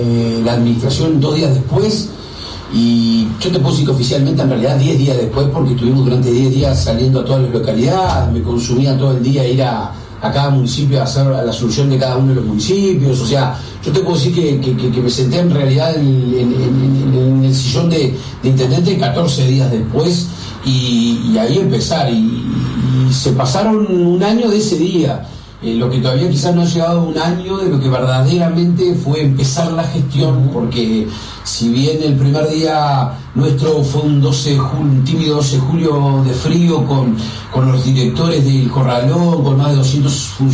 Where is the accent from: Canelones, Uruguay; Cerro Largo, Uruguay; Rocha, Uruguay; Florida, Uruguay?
Cerro Largo, Uruguay; Río Branco; born or raised there